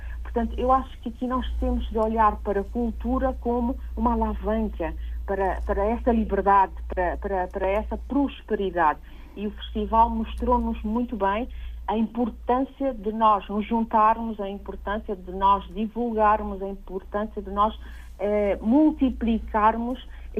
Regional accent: Cape Verde; Eu vou começar por falar aqui, enquanto cabo-verdiana

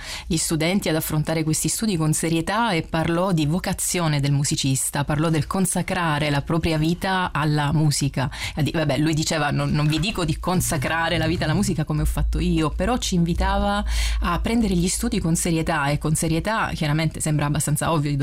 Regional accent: Reggio Calabria, Calabria, Italy; il Conservatorio Cilea di Reggio Calabria, mia città natale e attuale.

